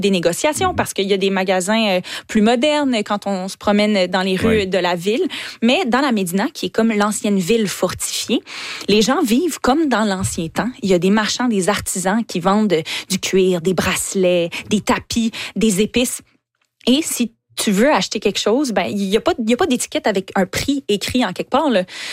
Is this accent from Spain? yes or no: no; Quebec, Canada; Tu sais, je suis québécoise, j'ai grandi en écoutant les Canadiens de Montréal à la télé petite avec mon papa.